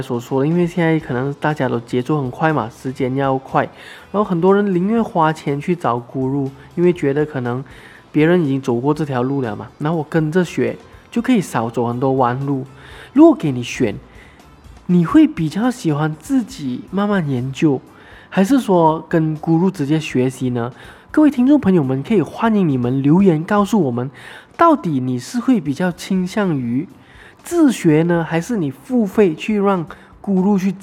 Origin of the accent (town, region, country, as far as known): Malaysia